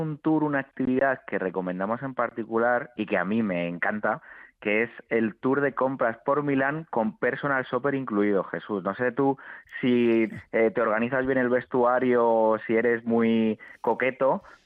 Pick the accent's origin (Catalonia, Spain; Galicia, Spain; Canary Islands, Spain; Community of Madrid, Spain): Community of Madrid, Spain; Madrid; yo Madrid es que soy de Madrid.